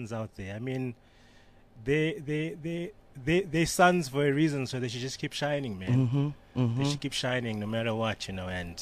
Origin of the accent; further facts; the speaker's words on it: Zimbabwe; So growing up in Zim in those in the late 80s, early 90s. We were bombarded with a lot of pop culture.